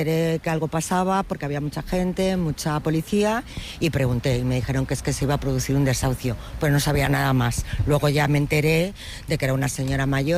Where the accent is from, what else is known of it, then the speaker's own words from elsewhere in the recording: Madrid, Community of Madrid, Spain; yo no provengo de este barrio, vengo de un barrio de Pueblo Nuevo, al lado en Ciudad Lineal, que es un barrio normal y corriente